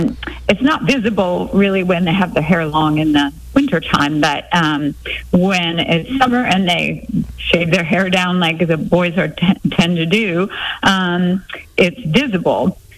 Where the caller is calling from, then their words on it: Kilmarnock, Virginia, United States; I'm calling from Kilmarnock, Virginia.